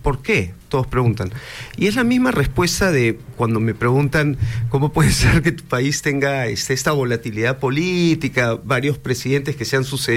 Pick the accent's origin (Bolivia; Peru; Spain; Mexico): Peru; now in Mendoza, Argentina; uno de los episodios más difíciles de nuestro país